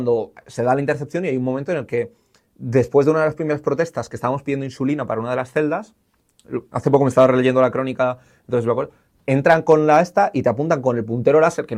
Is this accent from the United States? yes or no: no; Spain; los españoles en general, porque fuimos una de las últimas nacionales en ser repatriadas